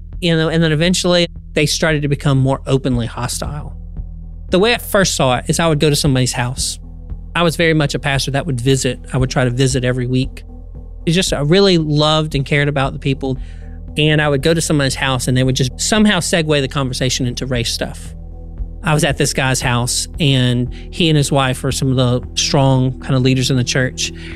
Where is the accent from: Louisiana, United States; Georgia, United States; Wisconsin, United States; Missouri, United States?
Georgia, United States; moved away; I'm from Georgia, so I wasn't totally unfamiliar with racism.